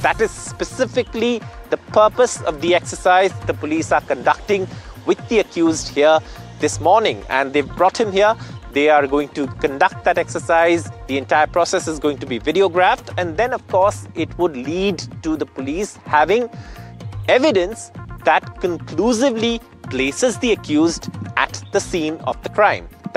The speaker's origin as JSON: {"language": "English", "town": "Chennai", "region": "Tamil Nadu", "country": "India", "said": "from Chennai."}